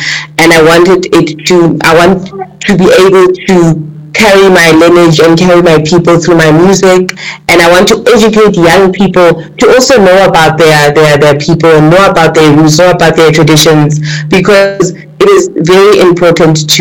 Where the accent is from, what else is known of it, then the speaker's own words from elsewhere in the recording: Johannesburg, Gauteng, South Africa; I grew up in Johannesburg